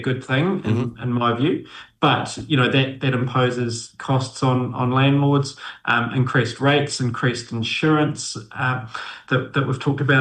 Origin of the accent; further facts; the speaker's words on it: New Zealand